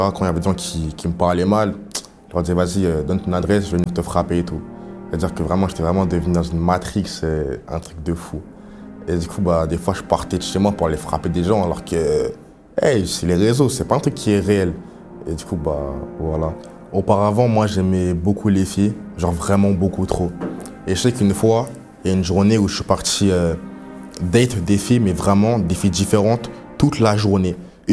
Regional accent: Paris, Île-de-France, France; J'ai grandi à Paris avec ma mère et pas mon père, je ne le connaissais pas du coup, ma petite sœur.

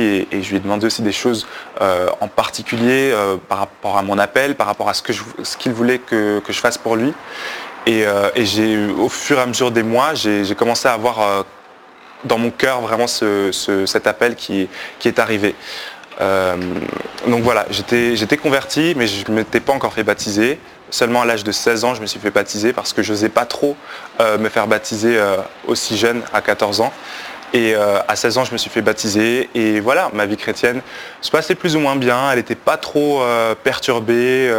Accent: Belgium; now in Paris region, France; j'ai 24 ans, je viens de Belgique à la base et actuellement j'habite dans la région parisienne.

